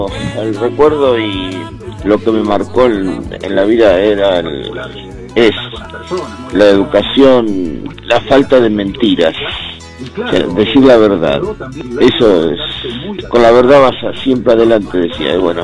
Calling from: Villa Ballester, Buenos Aires Province, Argentina; de Villa Ballester.

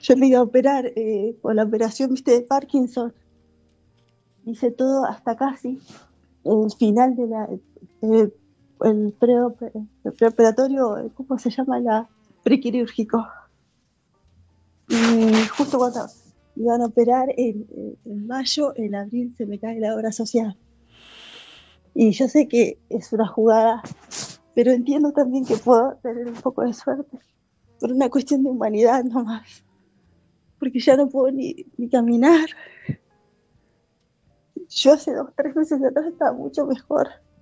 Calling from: El Bolsón, Río Negro, Argentina; soy del Bolsón

